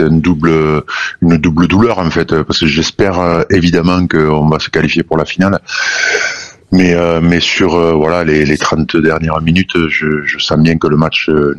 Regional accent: Toulouse, Occitanie, France; born there; je suis né à Toulouse

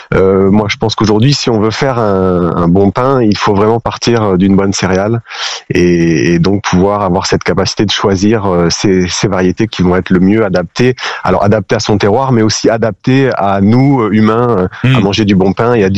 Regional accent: Port-Sainte-Marie, Nouvelle-Aquitaine, France; au village où j'ai grandi à Port-Sainte-Marie.

